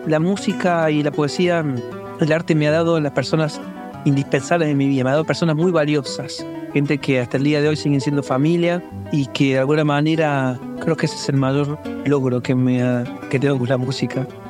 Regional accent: Córdoba, Argentina; born there; soy músico, compositor de la ciudad de Córdoba capital.

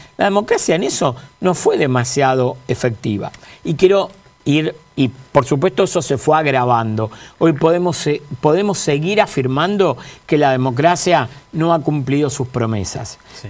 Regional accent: Argentina

